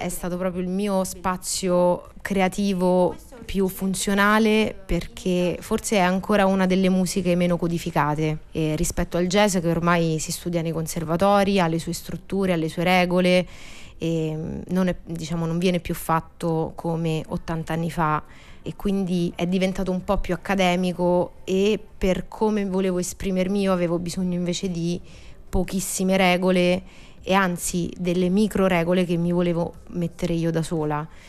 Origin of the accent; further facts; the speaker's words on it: L'Aquila, Abruzzo, Italy; now in Rome, Italy; Sono dell'Aquila, ma ormai vivo da metà vita a Roma, quindi quasi adottata.